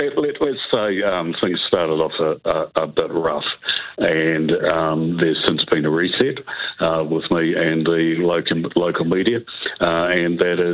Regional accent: Westport, West Coast, New Zealand; moved away as an adult; also born or lived in Christchurch; Well, number one, it's my hometown, so this is where I was born. I didn't leave Westport until I was in my 30s, even though I was coming back on a regular basis then. It's not quite the same as living here. I was living in Christchurch for 32 years.

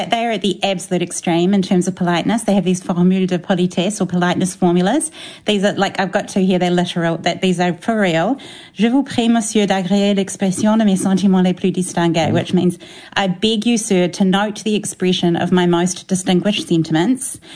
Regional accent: New Zealand; It feels important to do that as a New Zealander, and I do it even if I'm emailing people internationally.

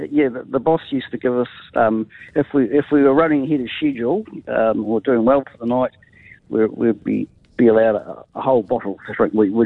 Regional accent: Gisborne, New Zealand; born there; now in Porirua, New Zealand; I was a milk boy in Gisborne in the 1970s.

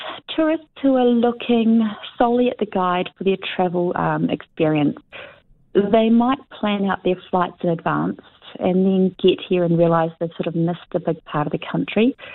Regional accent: Rahotu, Taranaki, New Zealand; now in Marlborough, New Zealand; I'm from Rahutu in coastal Taranaki.

